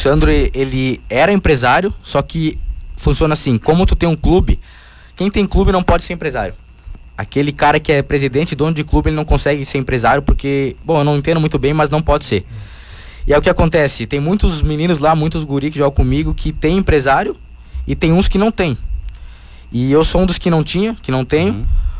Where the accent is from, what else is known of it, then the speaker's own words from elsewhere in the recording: Salvador do Sul, Rio Grande do Sul, Brazil; also born or lived in Porto Alegre; eu sou natural de Porto Alegre, nasci em Porto Alegre. E aí, mas morei em Salvador a vida inteira